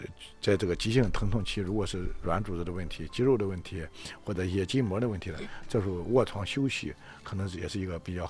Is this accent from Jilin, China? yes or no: no; Shandong, China; 用咱们山东话说